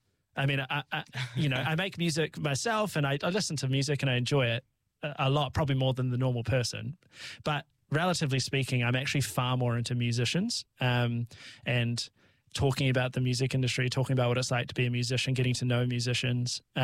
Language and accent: English; Timaru, Canterbury, New Zealand; I grew up in Timaru, and I grew up in a household that wasn't super into music, didn't have music around.